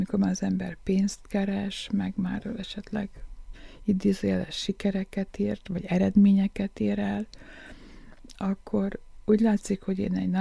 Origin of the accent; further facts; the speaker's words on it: Békés, Hungary; born there; akkor, mikor befejeztem az egyetemet, és visszamentünk Békésre